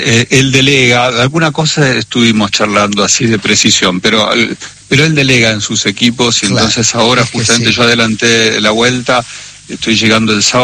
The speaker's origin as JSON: {"language": "Spanish", "country": "Argentina", "said": "así como vengo yo de la Argentina, vienen de todo el mundo, y los informes de los nuncios."}